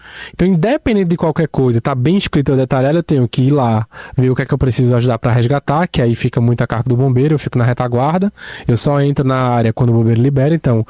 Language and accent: Portuguese; Pernambuco, Brazil; eu não sou natural de Recife, eu sou do interior do estado.